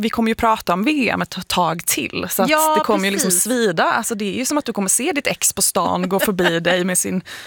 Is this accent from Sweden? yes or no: no; Norway; jag är norsk. Alltså jag är norsk medborgare. Jag är född, uppvuxen.